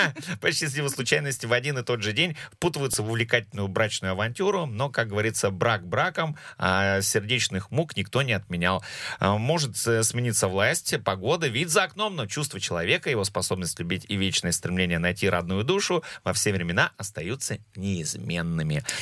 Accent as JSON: {"language": "Russian", "town": "Kachkanar", "region": "Sverdlovsk Oblast", "country": "Russia", "said": "Качканар, я из Качканара."}